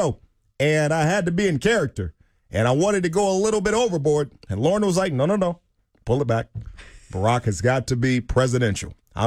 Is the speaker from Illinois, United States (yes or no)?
yes; Chicago, Illinois, United States; I'm from Chi-Town, baby.